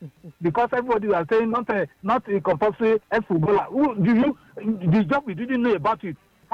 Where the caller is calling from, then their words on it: Lagos, Nigeria; I'm calling from Ireland, from Victoria Island.